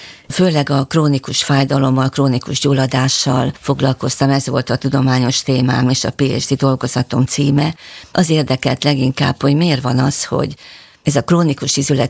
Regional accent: Nyíregyháza, Szabolcs-Szatmár-Bereg, Hungary; born there; also born or lived in Máriapócs; én Nyíregyházán születtem, de Máriapocson éltem 3 éves koromig, ahol nagyapám görög katolikus pap volt

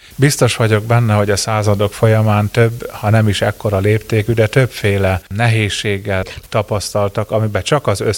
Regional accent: Jász-Nagykun-Szolnok, Hungary; Mi jászok, meg magyarok, mert hogy mi magyar jászok vagyunk

